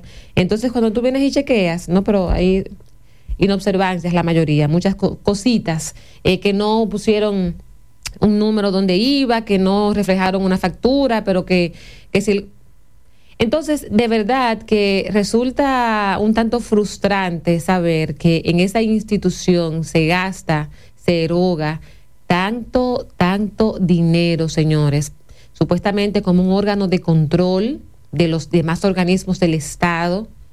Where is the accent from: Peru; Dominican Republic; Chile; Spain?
Dominican Republic; como ciudadanos dominicanos que somos, que pagamos impuestos